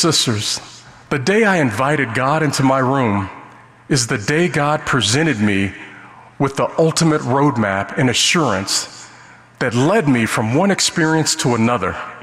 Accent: Las Vegas, Nevada, United States; Growing up in Las Vegas, I was surrounded by negative influences.

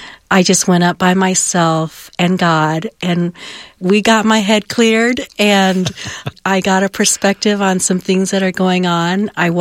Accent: Oklahoma, United States; also born or lived in Cheyenne, Wyoming; You take for granted, you know, when I came from Cheyenne, Wyoming, or I grew up in the Bible Belt in Oklahoma, Methodist churches were huge.

